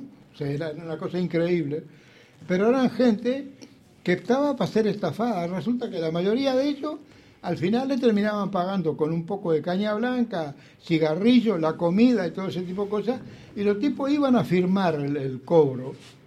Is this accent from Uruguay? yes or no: yes; Uruguay